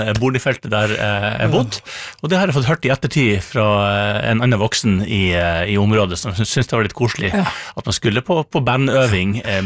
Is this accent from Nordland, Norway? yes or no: yes; Hamarøy, Nordland, Norway; på Hamarøy, der jeg vokste opp